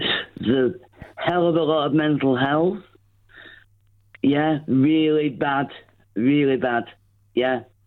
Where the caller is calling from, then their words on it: Salford, North West England, United Kingdom; from Salford.